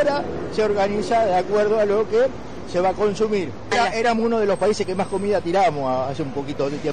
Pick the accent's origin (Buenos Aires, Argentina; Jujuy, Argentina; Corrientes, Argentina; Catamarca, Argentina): Buenos Aires, Argentina; Palermo; Soy encargado de edificio y soy de acá de Palermo.